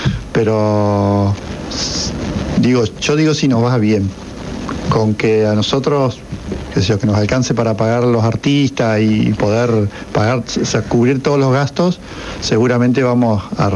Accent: La Paz, Entre Ríos, Argentina; moved away as an adult; now in Paraná, Argentina; Nacidos en Paraná. Originariamente soy de La Paz.

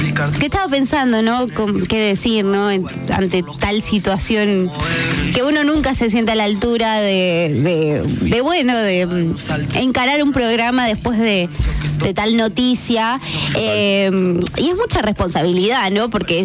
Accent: Argentina; sos argentino como yo

